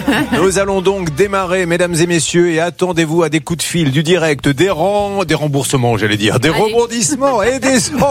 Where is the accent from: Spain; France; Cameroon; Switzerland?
France; South-West France; accent: south-west; on me reprochait mon accent du sud-ouest.